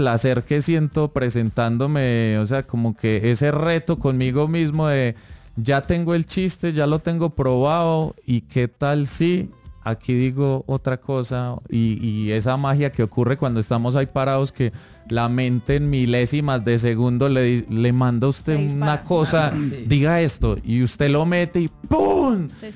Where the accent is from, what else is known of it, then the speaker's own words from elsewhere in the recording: Itagüí, Antioquia, Colombia; born there; yo nací en Itagüí